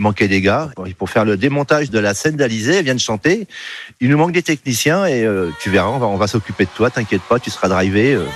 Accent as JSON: {"language": "French", "town": "Orléans", "region": "Centre-Val de Loire", "country": "France", "said": "puisque je suis d'Orléans"}